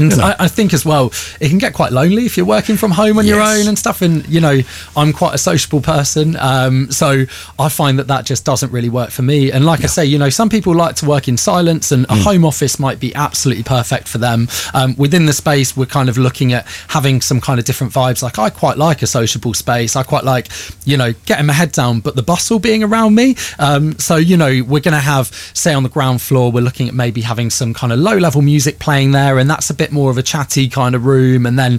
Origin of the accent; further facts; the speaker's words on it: Melksham, South West England, United Kingdom; I actually really like being in Devizes. I grew up in Melksham.